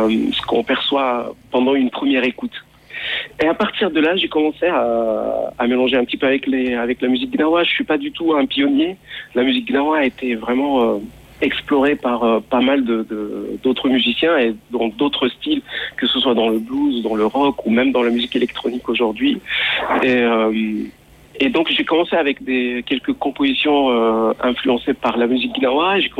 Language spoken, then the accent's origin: French; Morocco; moved away as an adult; now in France; d'abord, j'ai grandi au Maroc. Je suis né et grandi jusqu'à l'âge de 27 ans. J'ai vécu au Maroc. J'ai fait mes études là-bas, à la fac. Et après, je suis venu m'installer en France pour la musique.